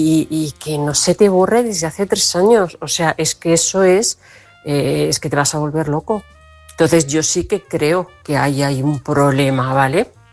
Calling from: Toledo, Castilla-La Mancha, Spain; Álvaro, buenas noches. … de Toledo.

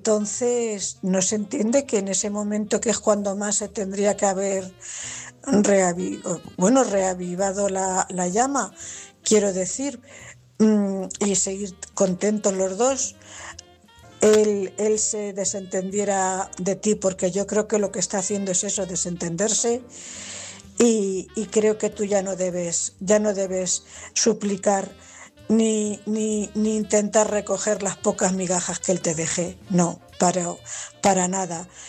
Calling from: Cuenca, Castilla-La Mancha, Spain; corresponsal de Cuenca.

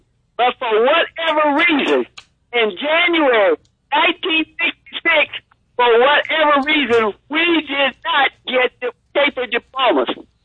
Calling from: Cleveland, Ohio, United States; So I've been a Buckeye for a while, coming out of this place called Cleveland, Ohio.

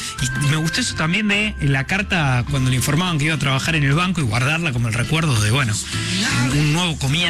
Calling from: Villa Ángela, Chaco, Argentina; de Villa Ángela, Chaco.

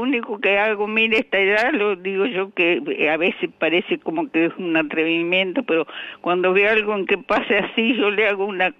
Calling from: Concordia, Entre Ríos, Argentina; Está hablando con … de Concordia Entre Ríos.

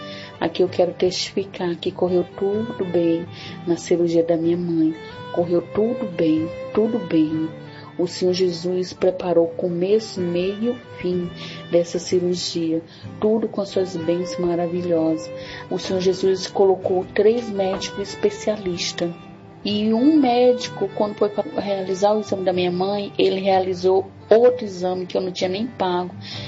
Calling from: Rio Branco, Acre, Brazil; Eu falo de Rio Branco, no Acre.

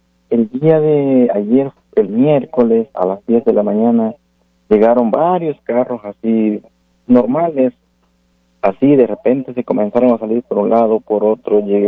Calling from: Edmonds, Washington, United States; Vivo en Edmond, y sí, allí en Edmond, yo vivo ahí en un apartamento bien grande, es grande.

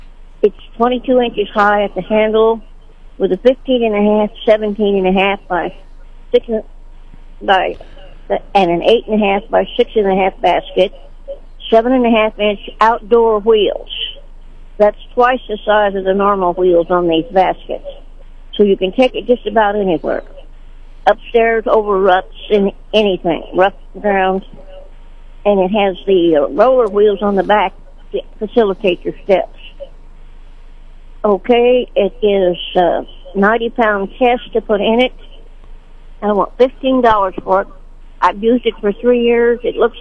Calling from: Sedalia, Missouri, United States; I'm calling from Sedalia.

